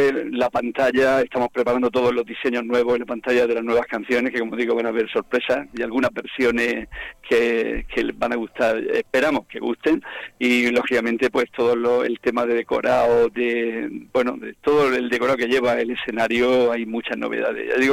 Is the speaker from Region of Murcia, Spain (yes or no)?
yes; Molina de Segura, Region of Murcia, Spain